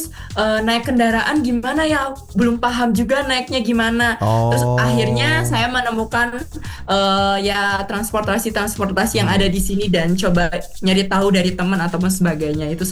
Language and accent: Indonesian; West Java, Indonesia; Mulai dari kan saya dari Jawa Barat, ketemu teman-teman banyak